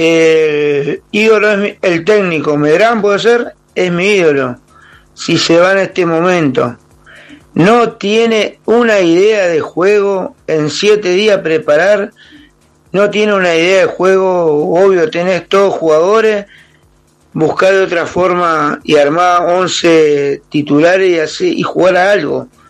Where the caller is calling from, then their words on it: Santa Fe, Argentina; de Barrio Loyola.